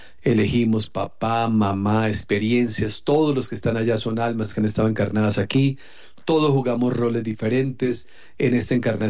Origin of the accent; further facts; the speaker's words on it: Colombia; Soy colombiano.